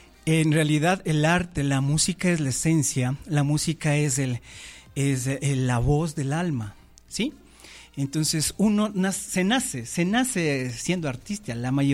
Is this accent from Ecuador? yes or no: yes; Ecuador